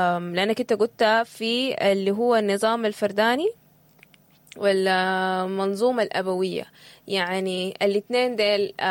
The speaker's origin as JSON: {"language": "Arabic", "country": "Sudan", "said": "نحن كسودانيين محتاجين للنقاش ده"}